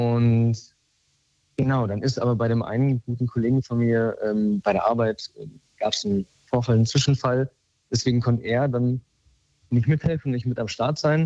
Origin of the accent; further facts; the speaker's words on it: Giessen, Hesse, Germany; Ich komme hier aus Gießen und das ist der Verein SG Frohe Alten Busek, inzwischen noch mit Rötgen zusammen.